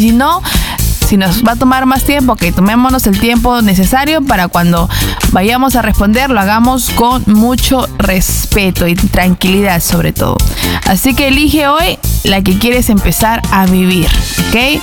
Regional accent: Peru; Tenemos muchas cosas que mejorar como nación, pero también como ciudadanos, como nosotros mismos, como peruanos.

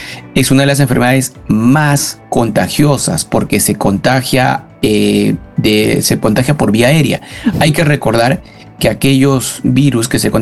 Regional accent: Peru

